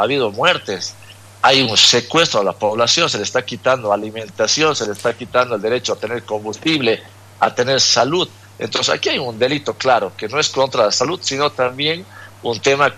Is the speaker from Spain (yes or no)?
no; Bolivia